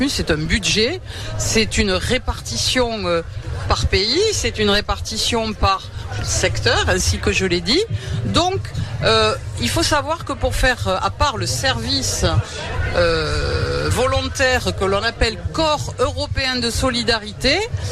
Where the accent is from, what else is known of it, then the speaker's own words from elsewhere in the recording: France; nous, on est français